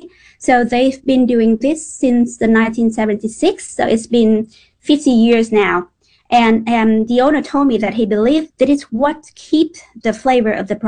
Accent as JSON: {"language": "English", "country": "Vietnam", "said": "I'm from Vietnam."}